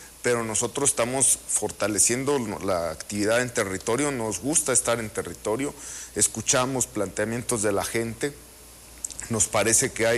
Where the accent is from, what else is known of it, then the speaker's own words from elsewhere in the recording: Morelia, Michoacán, Mexico; Soy de Morelia, yo estudié en la secundaria técnica número 3, la que está frente al zoológico.